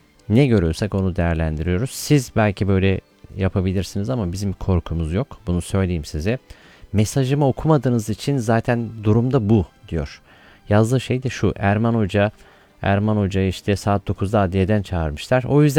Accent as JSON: {"language": "Turkish", "region": "Ankara", "country": "Turkey", "tie": "born there", "said": "Ankara'daki yani mahallemiz Çebi'ydi hepsi."}